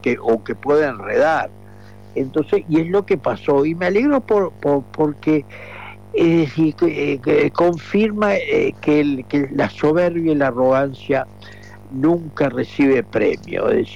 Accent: Spain; seguro yo soy entre navarro y vasco

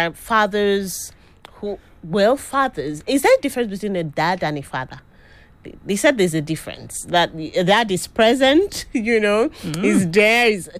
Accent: Lagos, Nigeria; We grew up in Lagos

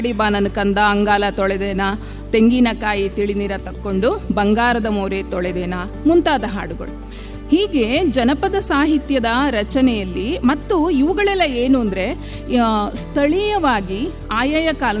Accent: Kundapura, Karnataka, India; accent: Kundapura Kannada; ನಮ್ಮ ಕುಂದಾಪುರ ಕನ್ನಡದಲ್ಲೊಂದಿದೆ

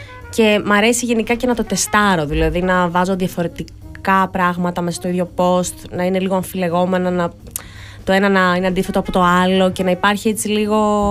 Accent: Thessaloniki, Central Macedonia, Greece; εγώ είμαι από Θεσσαλονίκη, σπούδασα διοίκηση επιχειρήσεων στο Πανεπιστήμιο Μακεδονίας. Και μετά έκανα και ένα μεταπτυχιακό στο Άμστερνταμ, πάνω στο digital business.

